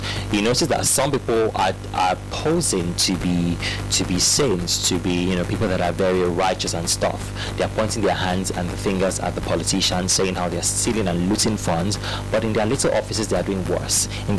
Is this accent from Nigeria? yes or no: yes; Nigeria; as a Nigerian